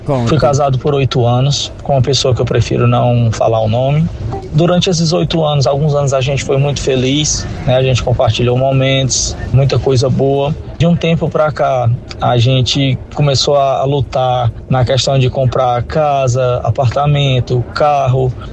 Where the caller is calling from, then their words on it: Fortaleza, Ceará, Brazil; Aqui quem tá falando é … falo de Fortaleza, Ceará.